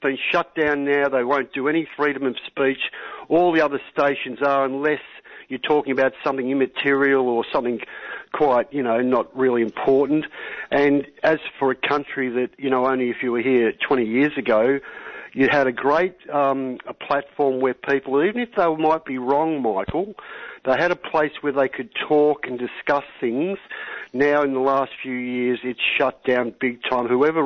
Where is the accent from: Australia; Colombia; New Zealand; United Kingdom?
Australia; I come from a tough, you know, we come from the Australians, mate.